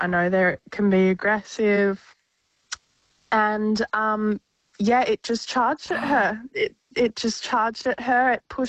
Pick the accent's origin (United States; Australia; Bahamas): Australia; Victoria; but we'd already seen it and we've never seen one. We're from Victoria.